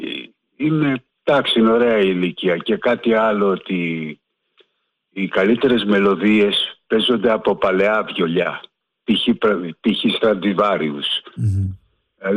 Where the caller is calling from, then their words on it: Egaleo, Attica, Greece; από Εργάλεο.